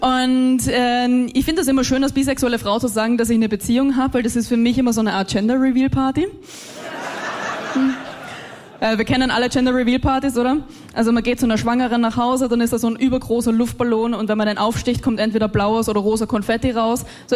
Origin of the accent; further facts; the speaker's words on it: Vienna, Austria; dass ich aus Österreich komme, weil man hört es, glaube ich, nicht so raus, ne? Na, ich komme aus Wien